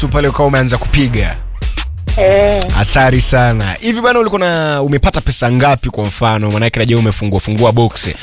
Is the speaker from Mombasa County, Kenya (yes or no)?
no; Kimilili, Bungoma County, Kenya; Sasa mimi mwenyewe hapa nimetoka Kimilili.